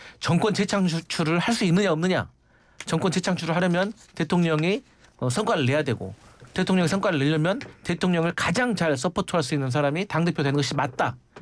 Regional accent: Gwangju, South Korea; 제가 이제 고향이 광주다 보니까

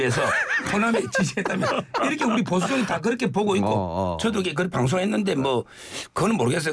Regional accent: Daegu, South Korea; 제 고향은 이게 대구거든요.

